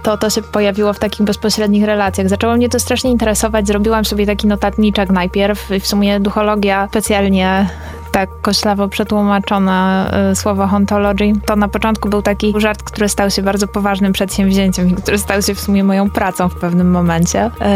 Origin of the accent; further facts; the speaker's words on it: Silesian Voivodeship, Poland; Ja jestem ze Śląska Górnego akurat dla odmiany, także ja po prostu wokół mnie miałam te opuszczone hale, takie szkielety fabryk, kopalń i tak dalej, których w tej chwili już w ogóle nie ma.